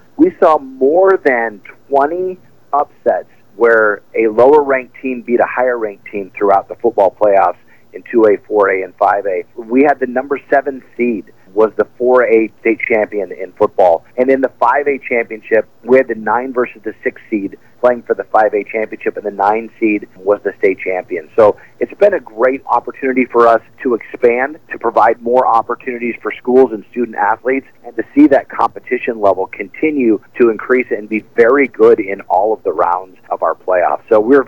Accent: Arizona, United States; also born or lived in Indiana; We're originally from Indiana. We moved here when I was a kid and went to elementary school and middle school and high school here in Arizona.

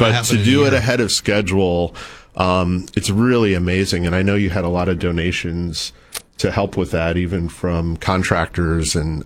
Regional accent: Cincinnati, Ohio, United States; now in Paso Robles, United States; So I grew up in Cincinnati, Ohio, which I think is responsible for the big surge in cornhole popularity.

